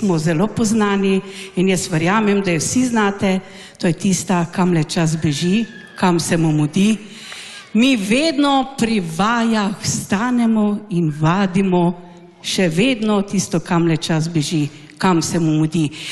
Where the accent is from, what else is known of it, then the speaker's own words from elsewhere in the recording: Carinthia, Slovenia; prihajamo z Koroške